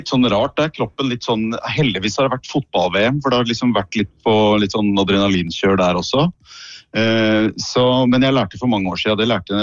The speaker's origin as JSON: {"language": "Norwegian", "town": "Jevnaker", "region": "Innlandet", "country": "Norway", "tie": "born or raised there", "said": "Når jeg vokste opp på Jevnaker"}